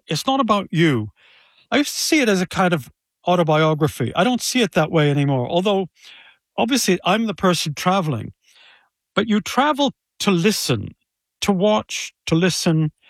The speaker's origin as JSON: {"language": "English", "country": "United States"}